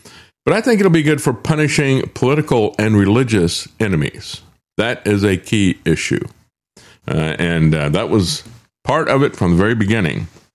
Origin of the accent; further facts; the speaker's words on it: United States; I grew up in America that didn't have the police in school.